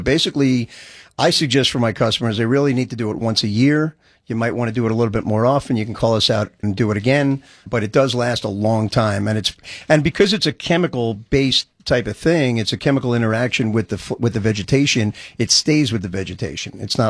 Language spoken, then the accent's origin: English; New Jersey, United States; also born or lived in Brooklyn